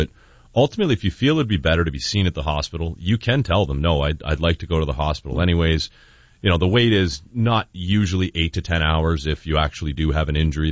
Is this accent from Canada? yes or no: yes; Lakeshore, Ontario, Canada; also born or lived in Toronto; And that's kind of the area I grew up out in Lakeshore there.